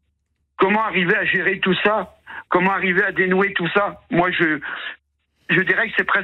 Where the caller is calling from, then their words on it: Beauvais, Hauts-de-France, France; j'habite à Beauvais.